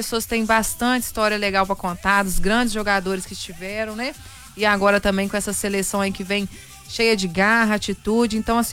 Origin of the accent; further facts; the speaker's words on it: Brazil; para nós brasileiros